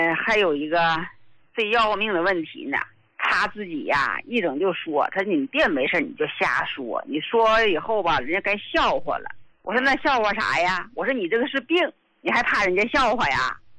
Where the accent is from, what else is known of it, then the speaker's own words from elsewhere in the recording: Jiangsu, China; 哎，我是江苏的，今天来呢，就是我来替我老伴儿来反馈来了。